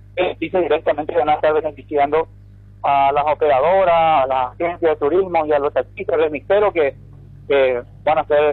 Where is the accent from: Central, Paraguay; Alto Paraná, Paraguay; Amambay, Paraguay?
Alto Paraná, Paraguay; Presidente Franco